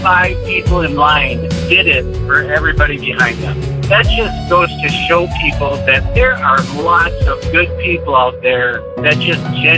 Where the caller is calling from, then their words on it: Owatonna, Minnesota, United States; I'm from Owatonna